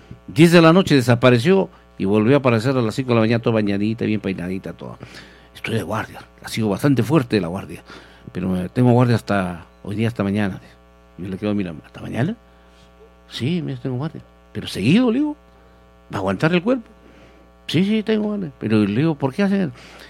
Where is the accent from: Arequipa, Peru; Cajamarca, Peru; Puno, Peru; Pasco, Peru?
Pasco, Peru; Soy de Pasco, los candidatos le propongo y me miran con una cara de pocos amigos.